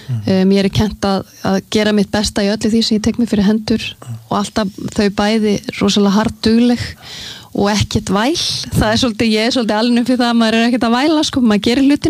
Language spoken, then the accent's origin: Icelandic; Sweden; ég alinn upp í Svíþjóð alinn upp við að læra tvö tungumál á sama tíma